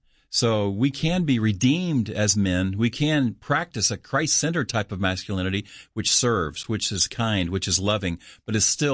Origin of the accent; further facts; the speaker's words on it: Kansas, United States; and I'm from Kansas. I grew up in Kansas.